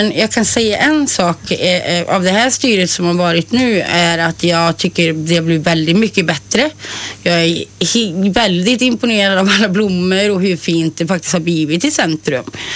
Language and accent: Swedish; Trollhättan, Västra Götaland County, Sweden; jag är uppvuxen i Kronogården